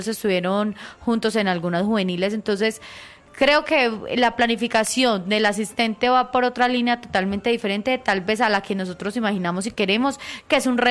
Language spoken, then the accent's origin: Spanish; Colombia; Nosotros como colombianos obviamente tendríamos nuestras preferencias